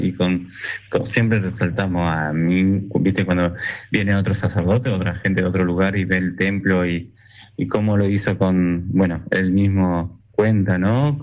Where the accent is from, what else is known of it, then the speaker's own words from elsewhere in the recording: Pedro Luro, Buenos Aires Province, Argentina; moved away as an adult; now in Tres Arroyos, Argentina; yo tengo 40 años, bueno, como le decía, soy de Pedro Luro, y bueno, hace 6 años que estoy acá en Tres Arroyos